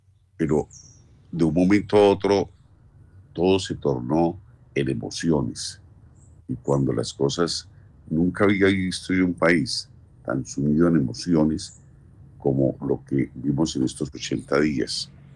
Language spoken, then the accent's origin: Spanish; Colombia; Los colombianos sí sabemos lo que es el resultado y el dolor de un tránsito de estadios de la vida en dolores emocionales.